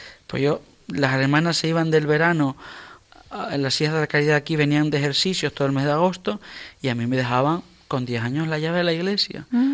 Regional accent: Lanzarote, Canary Islands, Spain; born there; also born or lived in La Graciosa; Nací en Lanzarote. Y estuve hasta el año 94 viviendo

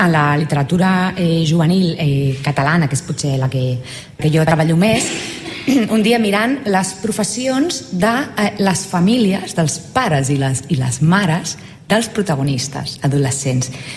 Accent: Santa Perpètua de Mogoda, Catalonia, Spain; Jo que sóc de Santa Perpètua de la Moguda, un poblet al costat de Sabadell

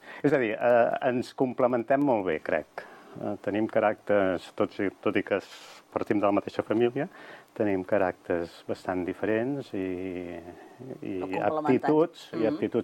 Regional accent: Manresa, Catalonia, Spain; vam néixer a Manresa i tota la infantesa la vam passar aquí a Manresa, a la plaça Hospital. Primer número 6 i ara número 7, ens ho van canviar. I res, feliços de ser manresans, bagencs i catalans.

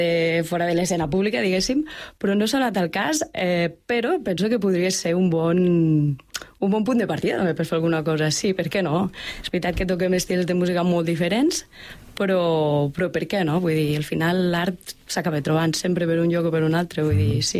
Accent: La Seu d'Urgell, Catalonia, Spain; also born or lived in Montferrer; soc de Montferrer, però soc nascuda a la Seu, he viscut a la Seu, la meva mare viu a la Seu

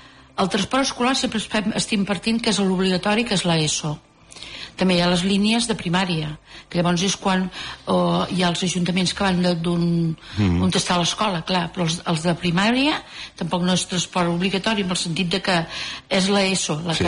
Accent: Bellvei, Catalonia, Spain; al meu poble, que és Bellvei

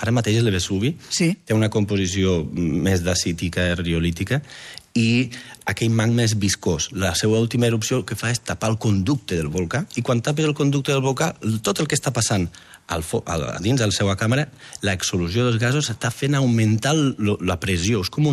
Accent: Batea, Catalonia, Spain; Jo de Batea, que som de secar, que no hi ha volcans, però sí, ha anat així.

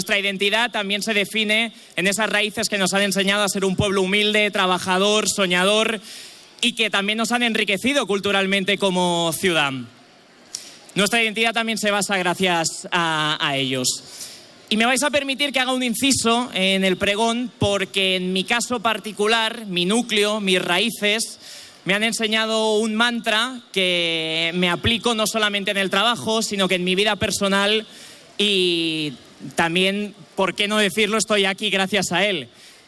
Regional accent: Rubí, Catalonia, Spain

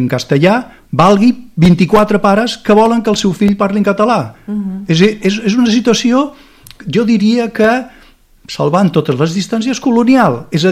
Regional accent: Catalonia, Spain; nosaltres, com a catalans, com a fet diferencial, desapareguem.

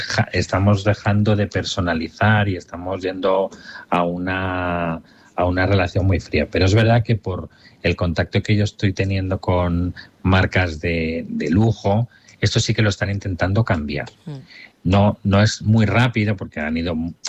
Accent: Madrid, Community of Madrid, Spain; also born or lived in Barcelona; Pero con el tiempo se vinieron a Madrid y yo nací en Barcelona, pero creo que esto ya lo hablamos la otra vez.

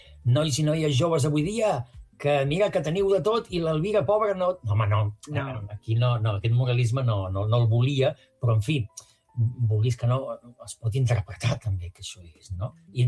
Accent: Barcelona, Catalonia, Spain; also born or lived in Creixell / Torredembarra

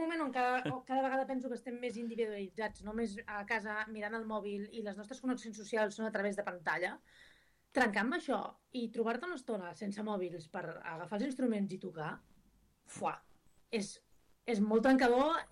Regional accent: Vilassar de Dalt, Catalonia, Spain; jo soc de Vilassar de Dalt

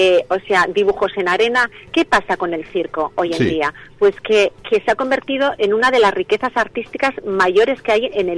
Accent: Bilbao, Basque Country, Spain; moved away; yo soy de Bilbao

